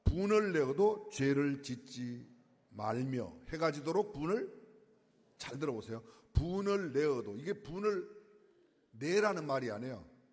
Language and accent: Korean; South Korea; 저도 한국 사람이지만요.